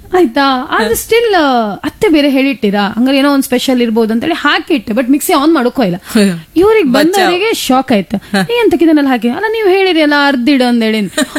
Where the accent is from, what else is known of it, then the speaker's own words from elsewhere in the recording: Mangalore, Karnataka, India; accent: Mangalore Kannada; first language Kannada; moved away as an adult; now in Kundapura, India; ನಾವು ಮಂಗಳೂರಿನವರು